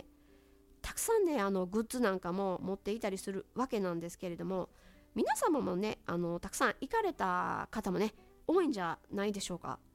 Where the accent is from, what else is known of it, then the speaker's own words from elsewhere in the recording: Tsu, Mie, Japan; 私は三重県の出身なんですけれども、津市っていうところのね出身でして